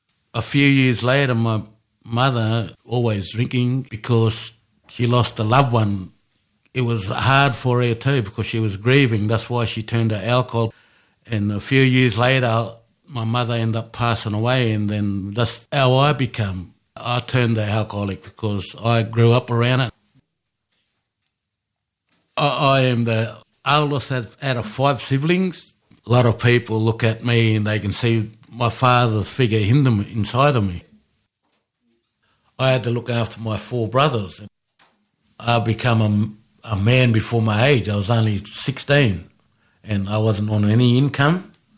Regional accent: Brewarrina, New South Wales, Australia; I'm from Brewarrina. My tribe is Murawari.

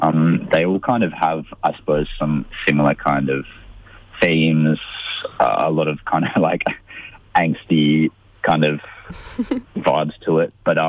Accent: Albany, Western Australia, Australia; the hometown that we grew up in Western Australia, called Albany.

